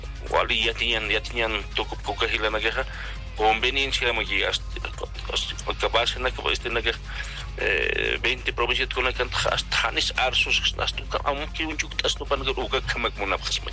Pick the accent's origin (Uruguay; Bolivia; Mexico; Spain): Bolivia; La Paz; Tenemos nosotros como bolivianos derechos y deberes.